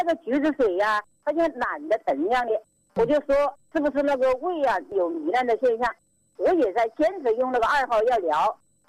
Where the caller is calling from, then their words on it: Shayang, Hubei, China; 我是沙阳的啦。